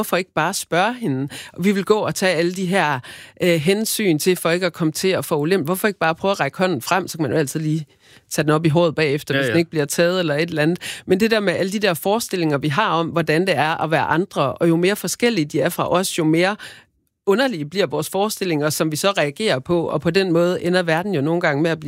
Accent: Aarhus, Central Denmark Region, Denmark; jeg er jo fra Aarhus og har selv spillet fodbold, da jeg var barn

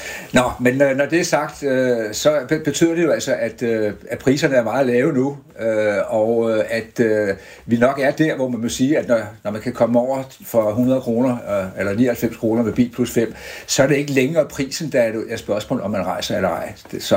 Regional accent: Capital Region of Denmark, Denmark; fordi jeg er jo bornholmer.

